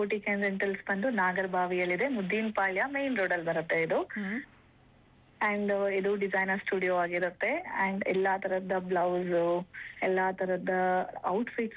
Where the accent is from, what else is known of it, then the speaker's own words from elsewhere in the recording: Mysore, Karnataka, India; moved away as an adult; now in Bangalore, India; ಮೂಲತಃ ಮೈಸೂರಿನವಳು, ಬೆಂಗಳೂರಲ್ಲಿ ಮದುವೆ ಆದ್ಮೇಲೆ ಬಂದು ಸೆಟ್ಲ್ ಆಗಿರೋದು.